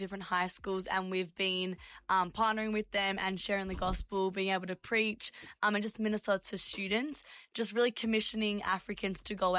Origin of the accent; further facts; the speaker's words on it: Australia; I'm from Australia